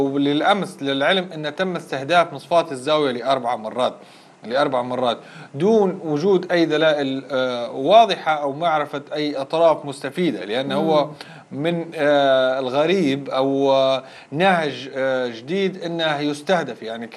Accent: Libya; انتظرنا كليبيين وكمهتمين بالشأن الاقتصادي وصحفيين

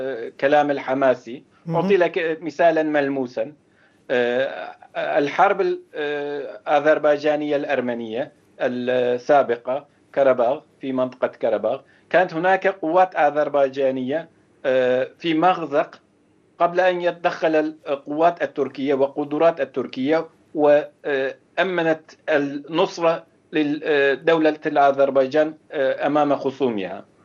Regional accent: Turkey; نحن كشعب تركي وكحكومة التركية

